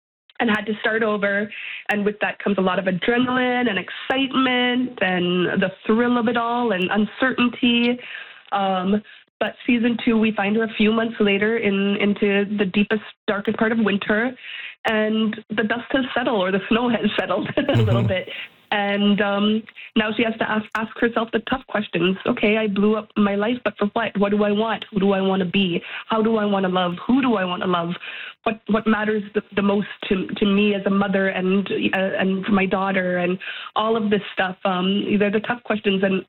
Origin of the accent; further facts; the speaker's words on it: Kugluktuk, Nunavut, Canada; I'm from the Western Arctic of Kogloktok Nunavut